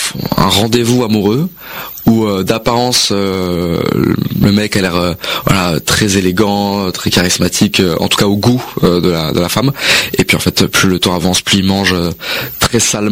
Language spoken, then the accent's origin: French; Taverny, Île-de-France, France; Oui, depuis que j'ai 3 ans, que des souvenirs à Taverny, toute mon enfance était à Taverny